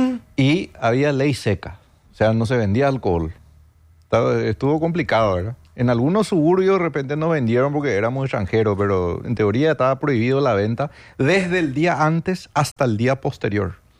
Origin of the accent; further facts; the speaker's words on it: Paraguay; somos urólogos paraguayos.